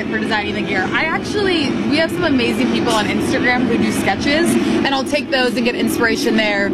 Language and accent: English; Sacramento, California, United States; I'm the Sactown girl.